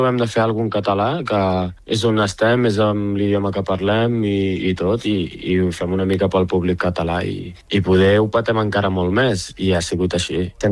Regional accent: Catalonia, Spain; si estic a la selecció catalana és perquè sóc català

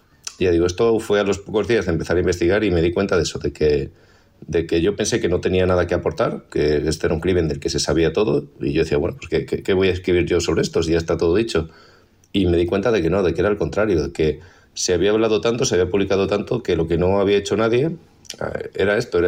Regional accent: Extremadura, Spain; allí en Extremadura, en mi tierra.

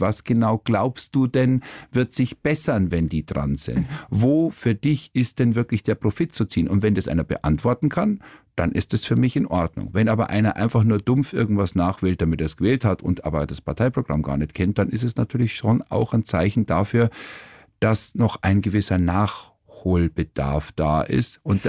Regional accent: Kaufbeuren, Bavaria, Germany; born or raised there

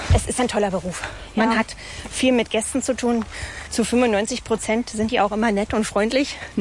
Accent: Werder, Brandenburg, Germany; Ich bin sozusagen hier groß geworden auf dem Platz

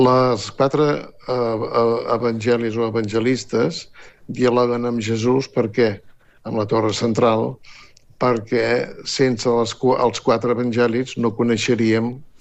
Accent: La Selva del Camp, Catalonia, Spain; Exactament, jo soc fill de la Selva del Camp i Gaudí va néixer a Reus a 7 quilòmetres, justos.

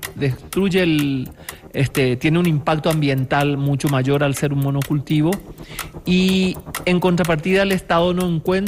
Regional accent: Paraguay; en mi país, intentar dar de comer soja a los paraguayos

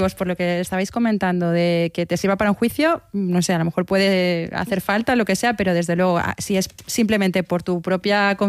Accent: Extremadura, Spain; soy extremeña y paso por la central nuclear de Almaraz

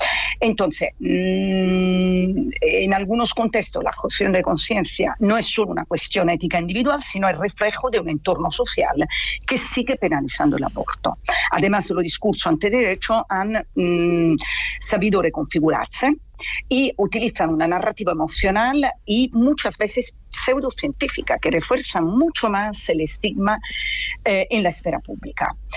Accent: Italy; accent: Italian; Spanish is a second language; moved away; Como se puede notar de mi acento, yo soy italiana.

